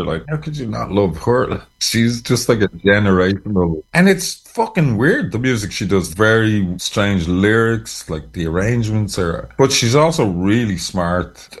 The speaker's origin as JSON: {"language": "English", "country": "Ireland", "said": "It took a lot of courage for us to even talk about being Irish."}